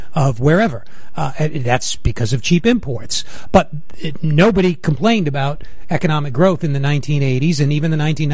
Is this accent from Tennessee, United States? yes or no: no; Rhode Island, United States; I grew up in Rhode Island, and the jewelry industry at one time there was a behemoth